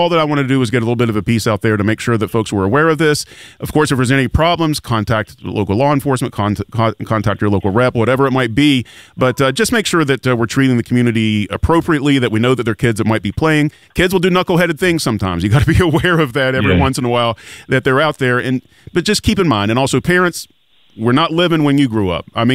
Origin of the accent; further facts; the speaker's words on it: St. Albans, West Virginia, United States; I'm in my 50s, and when I grew up in Coal River and St. Albans, I had a little creek that was overgrown.